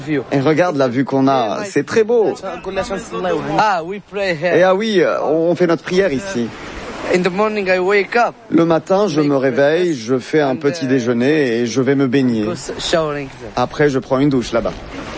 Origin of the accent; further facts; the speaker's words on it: Tetouan, Tanger-Tetouan-Al Hoceima, Morocco; moved away; Je viens de Tétouan, au Maroc. Comme tout le monde, j'ai traversé la frontière.